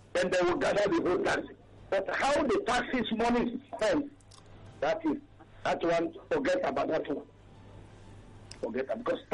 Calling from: Ojo, Lagos, Nigeria; I'm calling from Ojo.

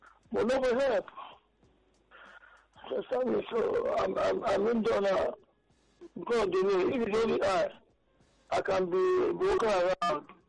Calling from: Iyanera, Lagos, Nigeria; I'm calling from Iyanera, sir.

